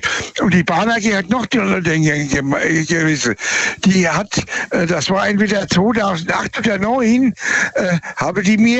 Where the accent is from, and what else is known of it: Birnbach, Germany; born there